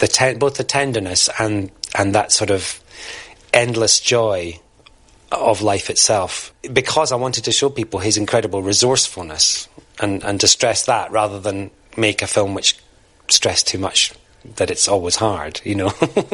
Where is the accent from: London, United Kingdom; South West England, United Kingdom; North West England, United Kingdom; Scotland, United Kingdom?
Scotland, United Kingdom; Being a Scot